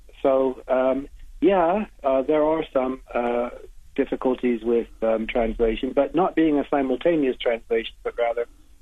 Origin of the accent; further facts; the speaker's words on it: United States; Well, yeah, I am a Polish citizen, but I was born in America. That's where I grew up.